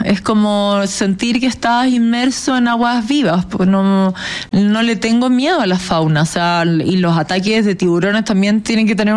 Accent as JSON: {"language": "Spanish", "town": "Santiago", "region": "Santiago Metropolitan Region", "country": "Chile", "said": "Bueno, empecé en clase de natación a los 6 años, soy santiaguina, entonces creo que el ir al mar o tener una piscina siempre ha sido como un privilegio"}